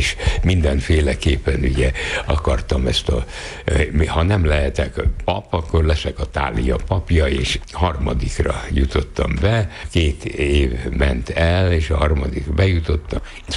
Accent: Budapest, Hungary; és hát én ott nőttem fel, Sriyen szembe a főutca másik oldalán, de hát ez egy rendes lakás volt, amit apám kibérelt, hogy közel legyen a templomhoz. És akkor ott laktunk, és ott nőttem fel, onnan indultam el.

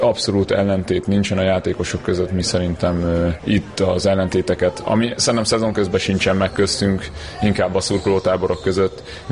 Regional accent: Hungary; magyarok vagyunk

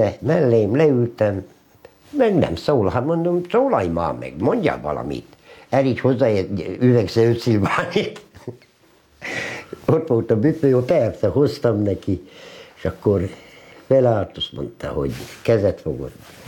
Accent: Ózd, Borsod-Abaúj-Zemplén, Hungary; born there

